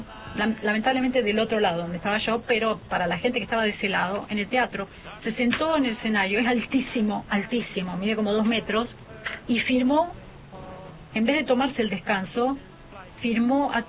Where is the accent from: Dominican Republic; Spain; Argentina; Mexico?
Argentina; yo le dije, vine especialmente desde Argentina para escuchar.